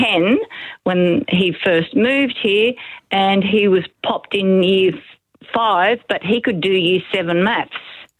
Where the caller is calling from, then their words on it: Australia; being Australian